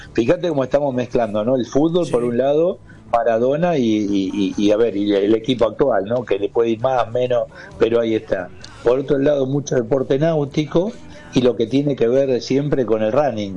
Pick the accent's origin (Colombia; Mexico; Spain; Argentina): Argentina; y te hablan de Diego. Digo, ¿qué importancia le dan a Diego acá? Yo no sé si en Argentina le estamos dando el valor que le dan acá.